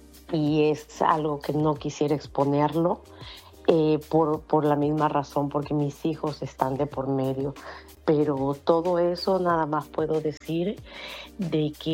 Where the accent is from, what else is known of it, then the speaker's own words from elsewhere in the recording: Peru; now in United States; Yo vine con ese chip desde Perú, que una mujer la tiene que cuidar un hombre.